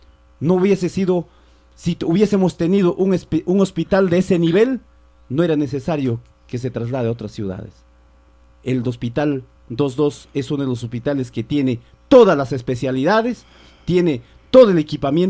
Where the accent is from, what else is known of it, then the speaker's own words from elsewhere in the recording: Villa Rica, Pasco, Peru; Yo como villarricense